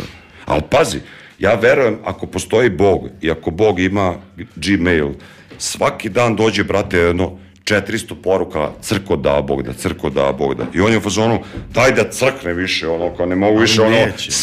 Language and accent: Serbian; Serbia; Ne, mi smo iz Srbije, mi ubijemo ljude, panduri kod nas ubijaju ljude, to je kod nas normalno